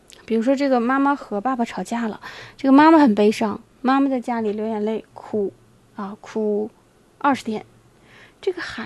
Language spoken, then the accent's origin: Chinese; China; 我们中国人